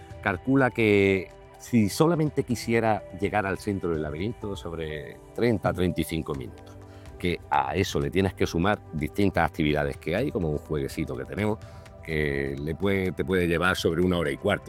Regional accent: Fuente de Piedra, Andalusia, Spain; Yo soy de Fuentepiedra y mucho trabajo de investigación, la verdad.

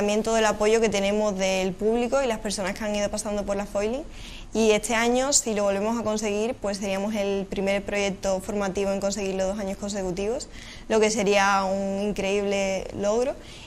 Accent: Cádiz, Andalusia, Spain; soy gaditana, soy de aquí

